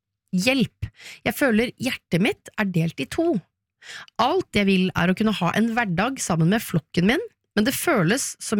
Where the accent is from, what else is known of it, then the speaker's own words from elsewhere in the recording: Oslo, Norway; jeg er jo født og oppvokst I Oslo, gjorde det enkelt, fant meg fyr fra Oslo